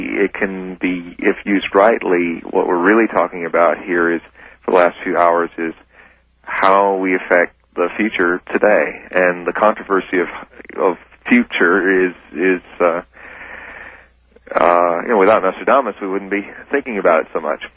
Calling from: Memphis, Tennessee, United States

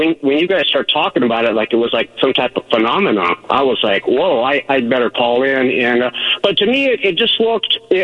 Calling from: Salem, Oregon, United States; I'm in Salem, Oregon

